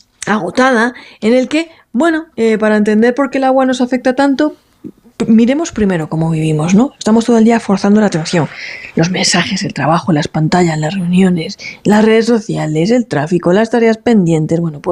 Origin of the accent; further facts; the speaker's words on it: Alicante, Valencian Community, Spain; yo, por ejemplo, que soy del Mediterráneo, de Alicante